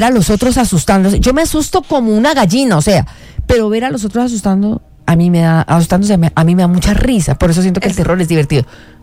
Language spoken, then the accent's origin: Spanish; Colombia; Yo no soy colombiana. No, mentira, sí, yo soy súper colombiana y amo mi país.